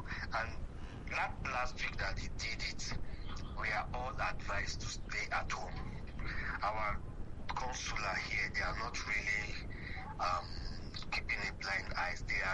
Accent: Nigeria; now in South Africa

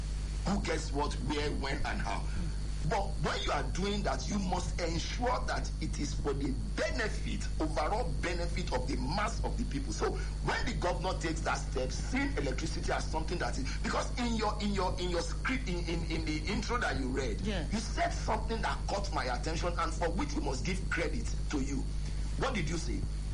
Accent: Nigeria; as a Nigerian and somebody who knows about the power sector

